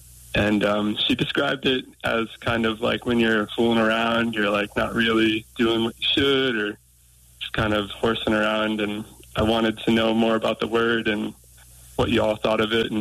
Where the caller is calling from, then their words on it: Nantucket, Massachusetts, United States; Hey there, this is … I'm calling in from Nantucket Island, Massachusetts.